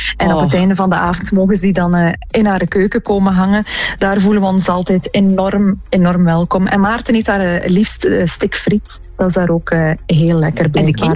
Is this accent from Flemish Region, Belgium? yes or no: no; Ruddervoorde, West Flanders, Belgium; Ik ben ook een kind van de zee. Allee, eigenlijk ben ik van Ruddervoorde, klopt niet helemaal, maar wel opgegroeid